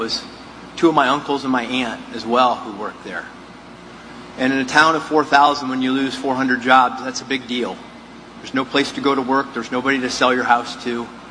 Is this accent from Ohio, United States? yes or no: yes; Ohio, United States; I remember when I was growing up in Ohio, and in the 80s and 90s, this state was dying.